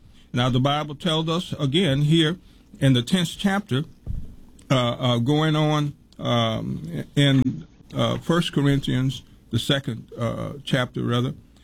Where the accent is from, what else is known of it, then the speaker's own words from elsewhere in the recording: Louisiana, United States; I'm originally from Louisiana here.